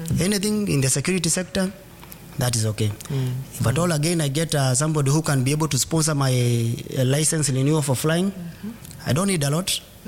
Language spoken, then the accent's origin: English; Kenya